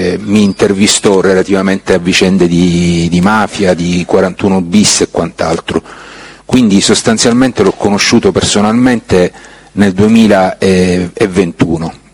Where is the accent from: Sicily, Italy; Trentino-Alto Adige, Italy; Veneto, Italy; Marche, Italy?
Sicily, Italy; Palermo; born there; sono nato a Palermo il 26 aprile 1961.